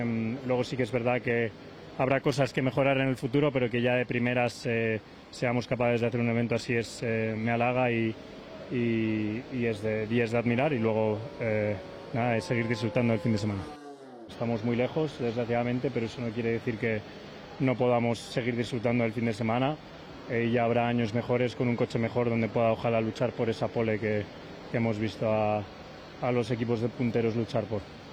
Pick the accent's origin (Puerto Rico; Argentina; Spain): Spain; Un orgullo como español ver que Madrid, España, es capaz de poner un evento de este calibre